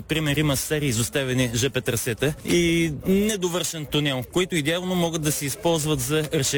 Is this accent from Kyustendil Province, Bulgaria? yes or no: no; Varna, Varna Province, Bulgaria; also born or lived in Burgas; От Варна. Ма половин бургазия, половин варненец.